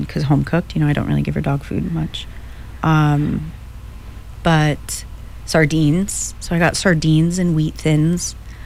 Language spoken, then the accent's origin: English; Florida, United States; I was raised in Florida, and mostly